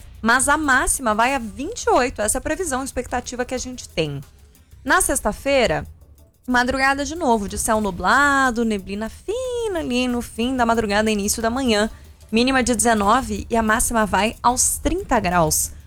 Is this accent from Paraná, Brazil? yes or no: yes; Curitiba, Paraná, Brazil; now in São Paulo, Brazil; eu, como curitibana